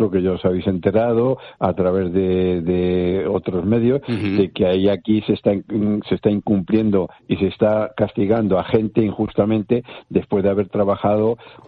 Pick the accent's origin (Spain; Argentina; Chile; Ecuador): Spain; porque todos somos españoles.